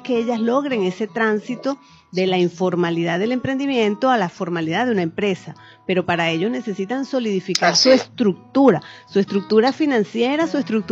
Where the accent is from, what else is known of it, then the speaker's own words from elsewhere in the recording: Venezuela; para nosotros como venezolanos